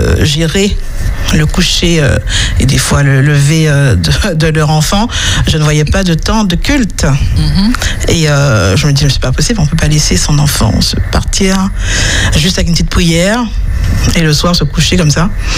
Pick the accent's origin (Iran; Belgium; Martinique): Martinique; Je suis une Martiniquaise.